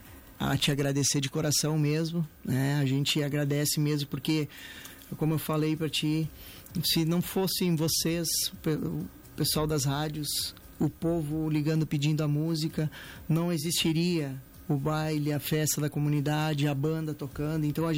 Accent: Santa Clara do Sul, Rio Grande do Sul, Brazil; Eu sou lá de Santa Clara

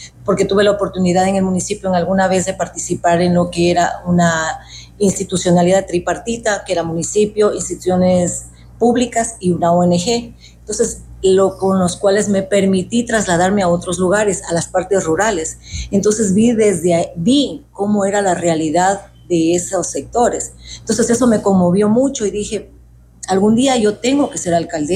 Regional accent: Quito, Pichincha, Ecuador; born there; now in Catamayo, Ecuador; nací en Quito, vivo aquí en Catamayo ya por más de 30 años.

